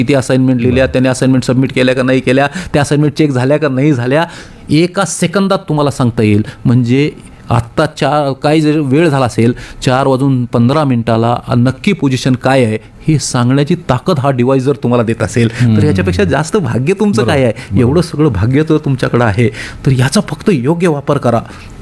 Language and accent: Marathi; Barshi, Maharashtra, India; मी राहिला तसा बार्शीचा, पण माझं मूळ पैतृक गाव जे आहे ते उस्मानाबादपासून 16 किलोमीटरवर हिंगळजवाडी नावाचं गाव आहे तेर जवळचं